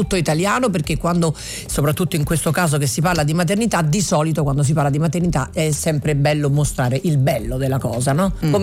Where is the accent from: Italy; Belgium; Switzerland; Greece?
Switzerland; io che sono svizzera, che anche nel mio lavoro arrivo sempre con la memoria